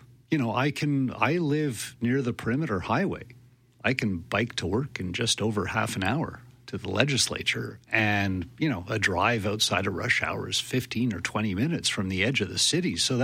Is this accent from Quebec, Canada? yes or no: yes; Quebec, Canada; Oh, I was raised in Quebec in the 1970s, very political atmosphere.